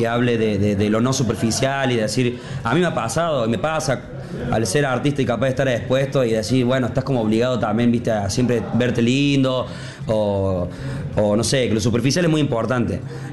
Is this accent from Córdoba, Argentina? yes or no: yes; Córdoba, Argentina; como cordobés, me quedo con la versión cuarteto.